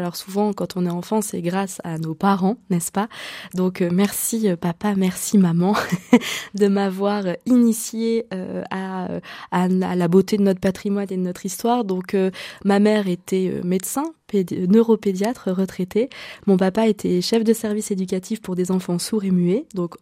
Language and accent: French; Lille, Hauts-de-France, France; Et donc je viens du Nord, nous venons de Lille